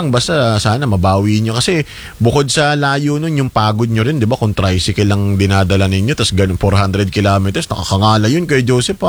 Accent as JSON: {"language": "Tagalog", "town": "Lopez", "region": "Quezon", "country": "Philippines", "said": "one way papunta ng Quezon sa amin sa Lopez."}